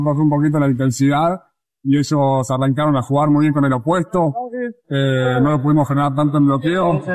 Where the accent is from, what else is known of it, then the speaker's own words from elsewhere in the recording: Argentina; más acá en casa, lleno de gente, siendo argentino